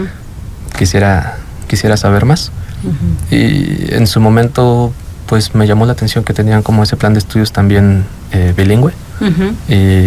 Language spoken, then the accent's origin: Spanish; Querétaro, Mexico; now in El Marqués, Mexico; Soy queretano de nacimiento, ajá, Querétaro, ¿no? Querétaro, ajá. Y viví mucho tiempo en la colonia de Sauces, ¿mm? Ahí por Plaza Sendero